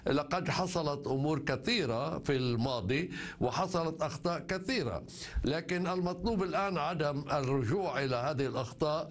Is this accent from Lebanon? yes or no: yes; Lebanon; نحن كلبنانيين